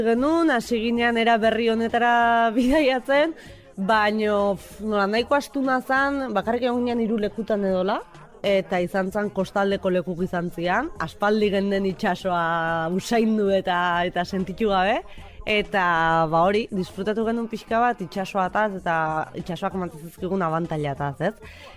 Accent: Villabona, Basque Country, Spain; eta bueno, Luisak esan duen bezala, Bilabonako gea bilok

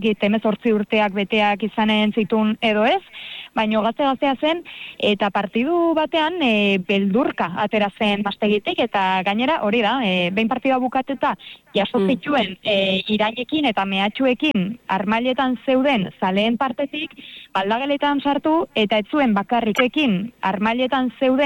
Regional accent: Lesaka, Navarre, Spain; baino nire herrian, Lesakan oroitzen naiz

